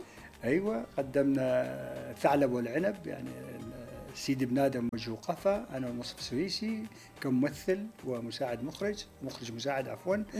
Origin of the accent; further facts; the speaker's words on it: Iraq; now in France; أنا طلعت من العراق مباشرة إلى باريس.